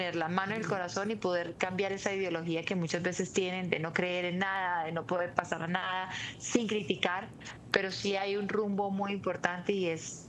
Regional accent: Táriba, Táchira, Venezuela; born there; yo nací en Tariba

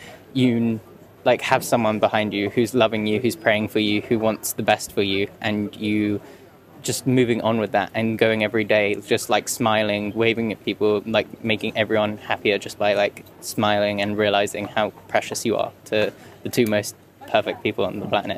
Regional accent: London, United Kingdom; From London.

